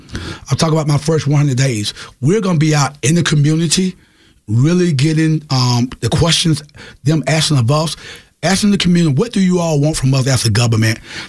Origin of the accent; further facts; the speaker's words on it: South Carolina, United States; born or raised there